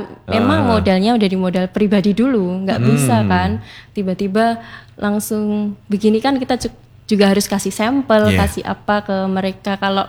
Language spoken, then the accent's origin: Indonesian; Surakarta, Central Java, Indonesia; Kayak aku dari Jawa, Solo lagi. Sekasar-kasarnya orang Solo kan tetap lembut di mata mereka.